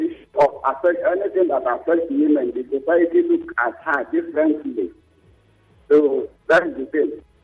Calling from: Nigeria; I'm calling from Kibet.

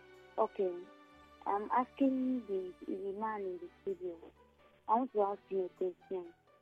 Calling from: Port Harcourt, Rivers, Nigeria; I'm from River State, Port Harcourt.

